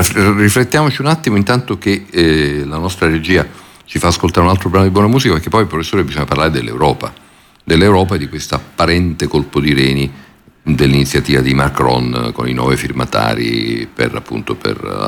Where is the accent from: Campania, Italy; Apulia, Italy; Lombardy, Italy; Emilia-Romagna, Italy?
Campania, Italy; Naples; io sono napoletano